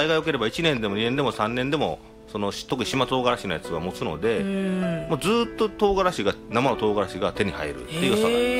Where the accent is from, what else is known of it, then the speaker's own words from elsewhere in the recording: Mie, Japan; 三重県です。